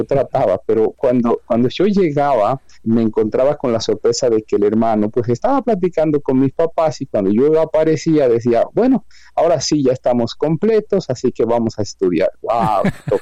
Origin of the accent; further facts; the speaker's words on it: Mexico City, Mexico; born there; Yo nací en una de las colonias más conflictivas hasta hoy de la Ciudad de México, la delegación Iztapalapa